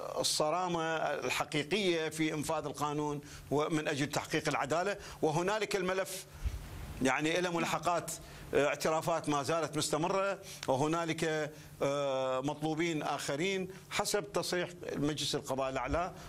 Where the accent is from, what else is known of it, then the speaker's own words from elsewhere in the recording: Iraq; علينا كعراقيين أن نساند،